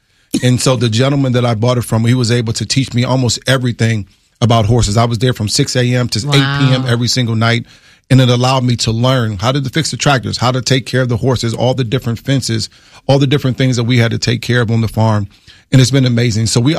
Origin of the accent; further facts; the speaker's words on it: Fort Washington, Maryland, United States; I grew up in Fort Washington, Maryland. My horse farm is in Upper Marlboro, Maryland.